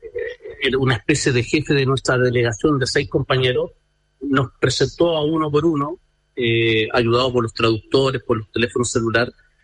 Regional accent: Chile; nosotros como chilenos

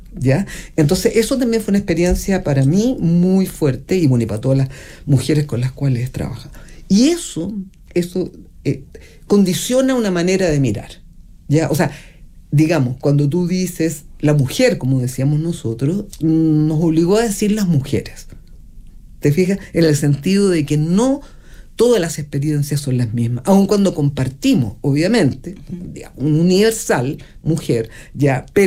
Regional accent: Chile

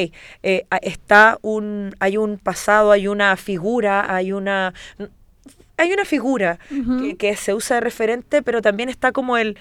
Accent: Chile; now in Valparaíso Region, Chile; quiero ahora culminar este proceso con shows aquí, en mi país, así, hacer algo fuerte. Yo ahora estoy viviendo en la quinta región

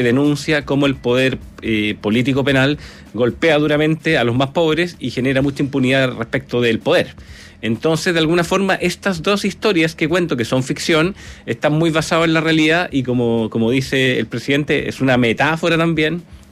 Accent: Valparaíso, Chile; yo soy abogado de Valparaíso, estudié en la U de Valpo

